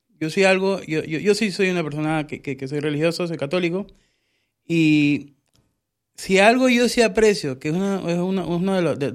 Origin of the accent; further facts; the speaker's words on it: Costa Rica; now in Panama; yo soy de Costa Rica y en Costa Rica tiembla mucho.